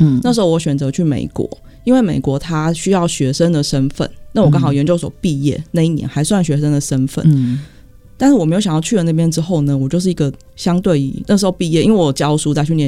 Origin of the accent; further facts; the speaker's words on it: Taipei, Taiwan; 然后我是台北人，我从小就是在内湖长大。嗯、然后我高中的时候其实有考到市区的学校。嗯、我就想。哎呦好远哦，我想要永远待在内湖。